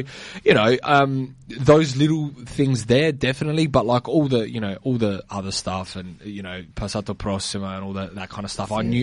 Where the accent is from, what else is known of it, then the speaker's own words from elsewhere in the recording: Italy; as Italians, you know, we come from Romans, we come from that.